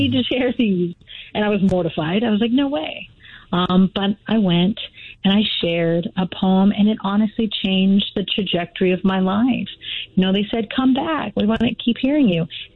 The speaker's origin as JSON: {"language": "English", "town": "Las Vegas", "region": "Nevada", "country": "United States", "tie": "born or raised there"}